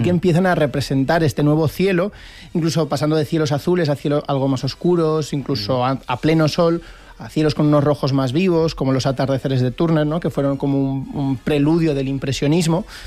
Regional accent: Zaragoza, Aragon, Spain; Mi paisana, una zaragozana, sí, lo reconozco.

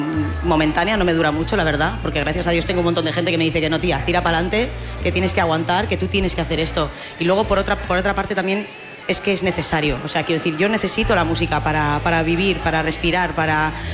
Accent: Bilbao, Basque Country, Spain; yo soy de Bilbao, adoro mi país vasco

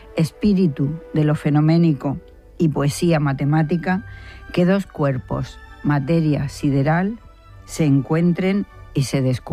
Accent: Albacete, Castilla-La Mancha, Spain; moved away; Bueno, soy de Albacete, como mi madre … pero la verdad es que ya mis raíces están aquí.

